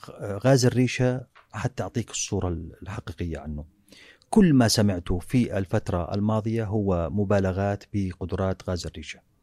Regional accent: Jordan; وفي نجاحات كبيرة في الملفات أخرى عندنا في الأردن.

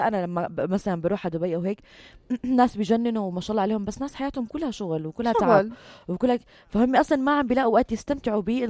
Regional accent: Jordan; بيكتشف انه 2003 زي ال 150 دينار عندنا بالأردن

